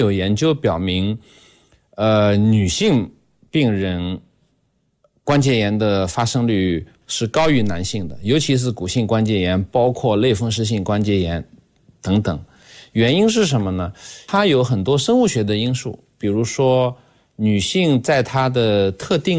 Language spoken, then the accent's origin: Chinese; China